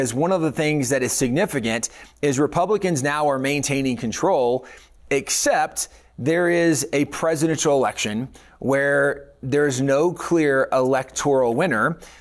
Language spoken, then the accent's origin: English; the South, United States; growing up in the South, and I'm sure all of us heard this in the South, well, it's states' rights.